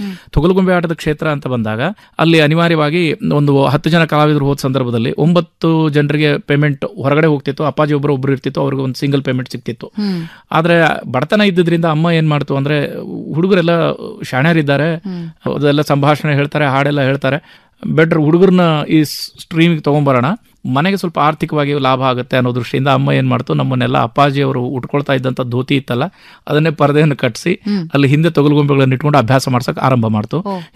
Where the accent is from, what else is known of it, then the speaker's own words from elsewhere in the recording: Ballari, Karnataka, India; born there; ನಾನು ಹುಟ್ಟಿದ್ದು ಬಳ್ಳಾರಿಯಲ್ಲಿ.